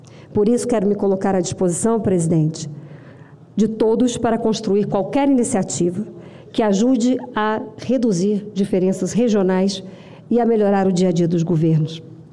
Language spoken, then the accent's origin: Portuguese; Brasília, Federal District, Brazil; eu sou de Brasília, eu nasci de Brasília e eu vivo em Brasília. Vivi praticamente a minha vida toda pública aqui em Brasília.